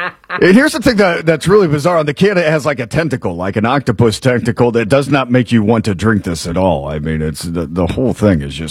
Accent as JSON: {"language": "English", "town": "Warsaw", "country": "United States", "tie": "born there", "said": "Well, I was born in Warsaw."}